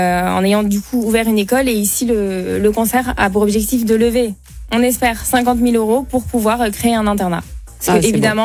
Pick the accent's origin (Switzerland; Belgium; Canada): Belgium; Je suis belge.